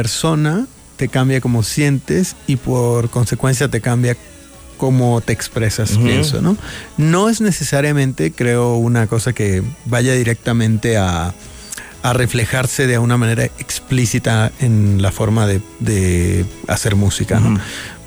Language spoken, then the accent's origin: Spanish; Guadalajara, Jalisco, Mexico; Yo soy de Guadalajara.